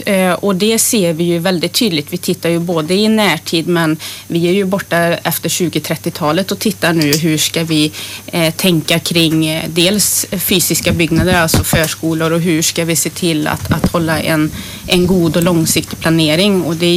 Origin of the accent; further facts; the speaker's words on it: Trollhättan, Västra Götaland County, Sweden; Jag är 47 år gammal och inbiten Trollhättebo. Jag är född och uppvuxen på Läxtorp